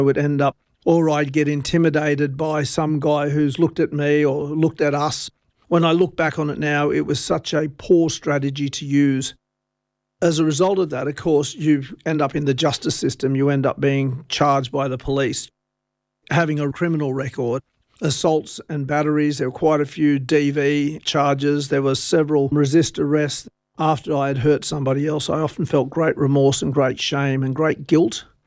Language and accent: English; Wilcannia, New South Wales, Australia; And on one occasion when we were living on the riverbank in Wilcannia, my hometown, my older brother Graham and I were wrestling around near a 1 gallon drum of boiling hot water.